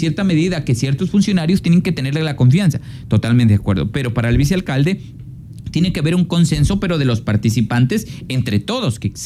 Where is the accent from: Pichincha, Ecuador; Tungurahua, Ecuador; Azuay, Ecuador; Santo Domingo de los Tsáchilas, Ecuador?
Santo Domingo de los Tsáchilas, Ecuador; Santo Domingo; porque soy de Santo Domingo.